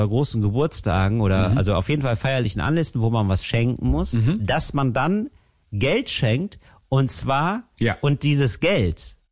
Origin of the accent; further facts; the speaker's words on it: Germany; Aber das macht man nicht so gerne als Deutscher.